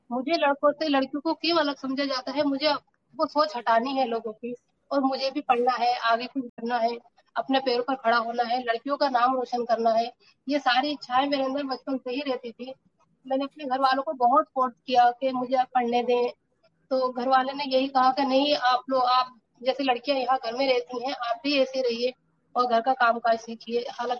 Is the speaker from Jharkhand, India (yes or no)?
no; Rampur, Uttar Pradesh, India; born or raised there